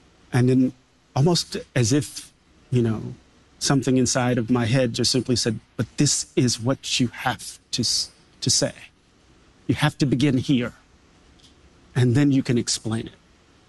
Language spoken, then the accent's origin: English; Mississippi, United States; Maybe it's because I'm from Mississippi.